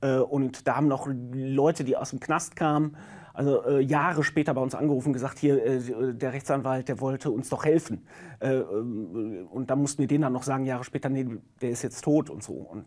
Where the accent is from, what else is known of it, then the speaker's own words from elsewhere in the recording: North Rhine-Westphalia, Germany; Ich komme aus dem Sauerland. Sauerland ist zu der Zeit noch super katholisch gewesen und da hat Gemeinde noch sehr viel bedeutet.